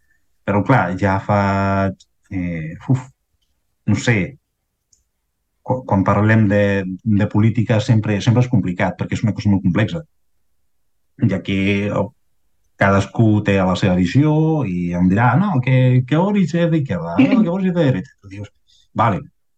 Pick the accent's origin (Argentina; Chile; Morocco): Chile; Catalan is a second language; now in Catalonia, Spain; Jo sé que soc xilè, em sento molt a prop de Catalunya